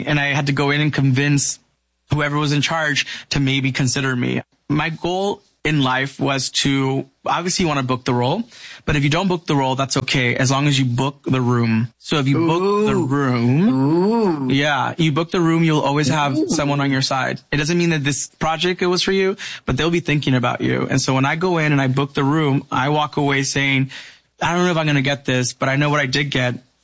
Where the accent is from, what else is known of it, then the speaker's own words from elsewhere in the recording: Los Angeles, California, United States; My parents are from Michoacán. My dad was from Sahuayo. I was born in Los Angeles. I grew up in SGV in San Gabriel Valley.